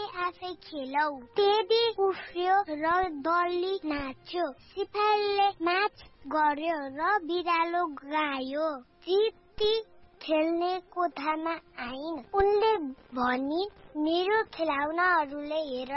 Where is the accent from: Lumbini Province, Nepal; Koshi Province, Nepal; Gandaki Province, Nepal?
Gandaki Province, Nepal; Khairenitar; म एक कक्षामा पढ्छु मेरो घर खैरेनी तार हो